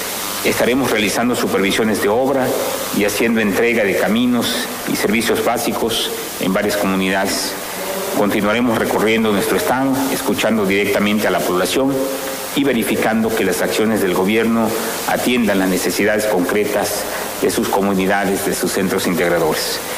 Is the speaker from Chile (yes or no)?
no; Mexico; Son días para recordar lo que nos une como mexicanos, para sentir orgullo por nuestra tierra